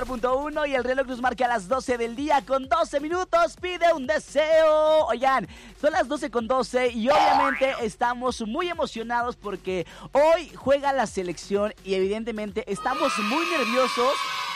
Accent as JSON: {"language": "Spanish", "country": "Mexico", "said": "nos vamos a subir a este tren porque somos mexicanos y porque estamos confiando en la selección"}